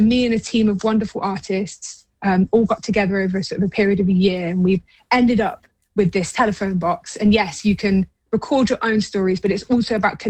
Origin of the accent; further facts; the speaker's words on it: Calverton, East Midlands, United Kingdom; now in London, United Kingdom; so I'm from Calverton and then I moved to London. So two very different spaces, one very rural and one very urban.